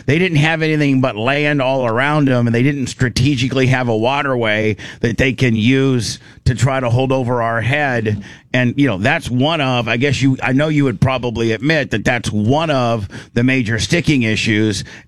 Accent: United States; I'm just over it as an American.

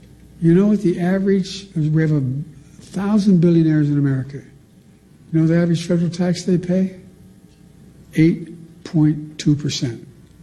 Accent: Scranton, Pennsylvania, United States; also born or lived in Claymont, Delaware, United States; I grew up in Scranton, Pennsylvania as a kid and in Claymont, Delaware. Middle class towns, working class towns.

